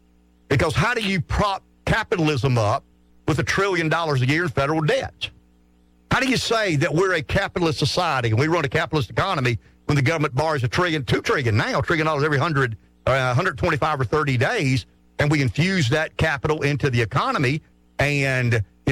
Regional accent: United States; born there; I was born in America. I was born a male, and I was born white.

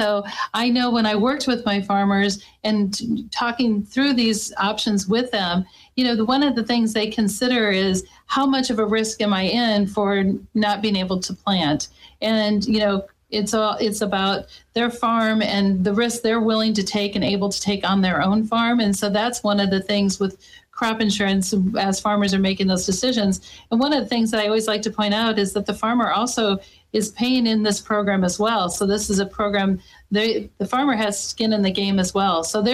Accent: Iowa, United States; As farmers, and I'm a farmer from Iowa, so I can speak to the farmers in Iowa.

